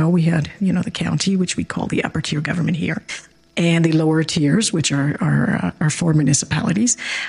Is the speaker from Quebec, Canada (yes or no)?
no; Sudbury, Ontario, Canada; I'm a Sudbury-an